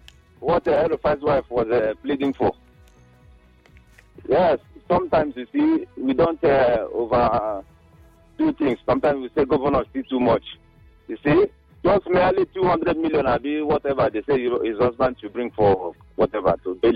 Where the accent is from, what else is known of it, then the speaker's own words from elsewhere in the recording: Imo, Nigeria; from Isha Lamba, Imo State.